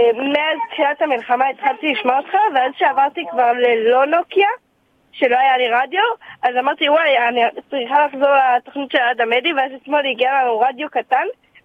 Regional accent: Esh Kodesh, West Bank, Palestine; מאש קודש.

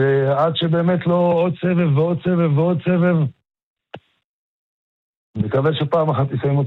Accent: Marjayoun, Nabatieh Governorate, Lebanon; now in Israel; אני גדלתי בצד השני, נולדתי שמה.

